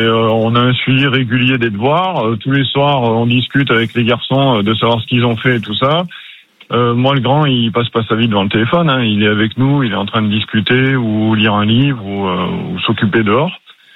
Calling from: Escoutoux, Auvergne-Rhône-Alpes, France; j'appelle une petite commune à côté de Thiers qui s'appelle Escoutou.

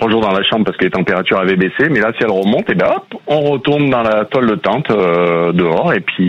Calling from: Nouvelle-Aquitaine, France; chez nous en Charente ou en Dordogne

